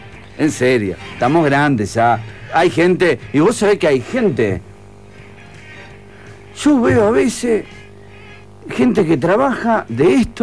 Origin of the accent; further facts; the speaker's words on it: Uruguay; ¿los uruguayos somos feos, terrajas y falsos?